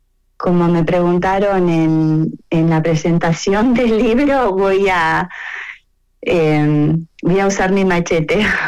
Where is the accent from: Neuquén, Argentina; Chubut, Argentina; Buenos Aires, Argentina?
Buenos Aires, Argentina; now in United States; cuando yo vivo en Estados Unidos y yo volvía a Buenos Aires